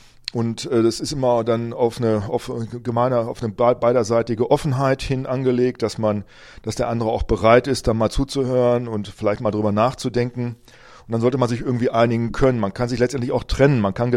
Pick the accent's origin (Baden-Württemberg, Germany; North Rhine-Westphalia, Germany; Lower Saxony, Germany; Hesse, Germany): Lower Saxony, Germany; Rinteln; ich hoffe dann auch in meiner alten Heimatgemeinde in Rinteln, dass dort die Türen aufgehen und ich reden kann und dass Leute zuhören.